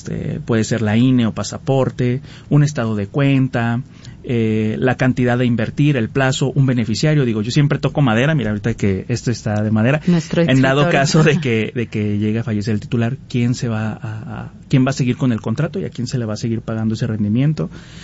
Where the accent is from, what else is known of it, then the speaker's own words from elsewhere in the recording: Aguascalientes, Mexico; now in León, Mexico; nosotros venimos de Aguascalientes, somos de Aguascalientes, iniciamos operaciones en León en enero